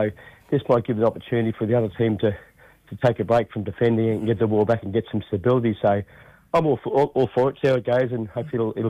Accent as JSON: {"language": "English", "region": "Queensland", "country": "Australia", "said": "I'm going to go to the Dolphins because I'm a Queenslander, so I go to the Dolphins."}